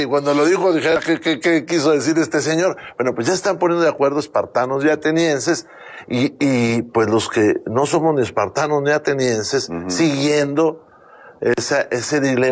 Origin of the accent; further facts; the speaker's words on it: Saltillo, Coahuila, Mexico; No, fíjate que Saltillo tiene muy buen clima, pero yo vivía en la calle de Abasolo, que en aquel entonces era, digamos, la última calle de la ciudad con pavimento, cuando yo era niño